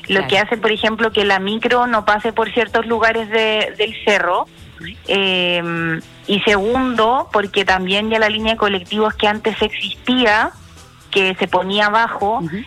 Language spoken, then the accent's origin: Spanish; Valparaíso, Chile; todos los que somos acá de Valparaíso.